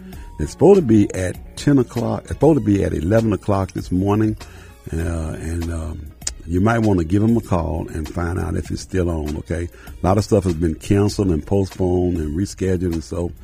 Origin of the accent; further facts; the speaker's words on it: Jackson, Mississippi, United States; now in Tennessee Valley, United States; my hometown, Jackson, Mississippi.